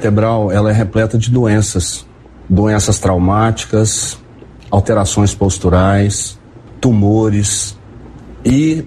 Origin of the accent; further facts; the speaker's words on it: Goiânia, Goiás, Brazil; accent: Goiano; moved away as an adult; Sou natural de Goiânia, né, do estado de Goiás.